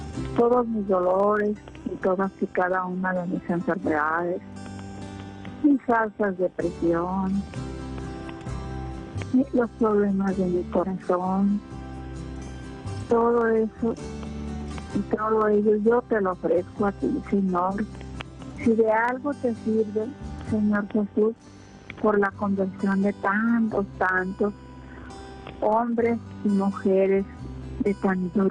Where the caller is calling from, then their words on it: Zapopan, Jalisco, Mexico; Buenas tardes, de aquí de San Isidro, Zapopan.